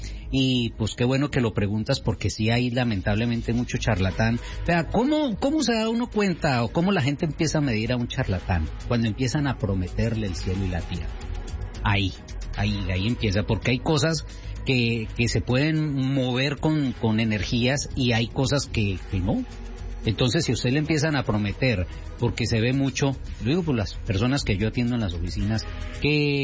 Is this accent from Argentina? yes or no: no; Colombia; moved away as an adult; also born or lived in Mexico; now in United States; Y sí, yo soy nacido en Colombia, yo salí de mi país desde los 21 años tenía exactamente. Me vine a México, luego aquí en Estados Unidos, voy y vengo.